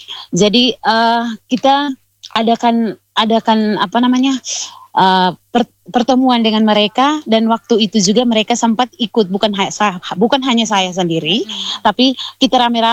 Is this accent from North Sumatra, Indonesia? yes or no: no; East Nusa Tenggara, Indonesia; karena desa saya itu Teniu, nama desa saya itu Teniu Manu.